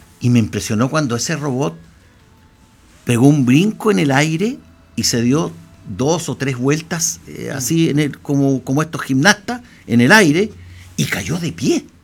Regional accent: Chile; como chileno, como ciudadano

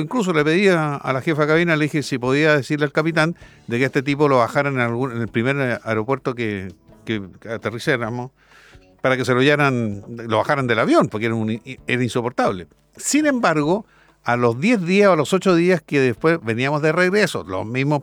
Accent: Chile; una vergüenza para nosotros como chilenos

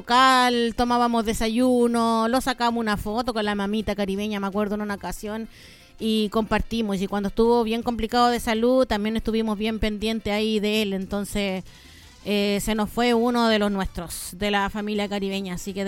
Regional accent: Peumo, O'Higgins, Chile; porque yo soy peumina, todos saben que yo soy de Peumo.

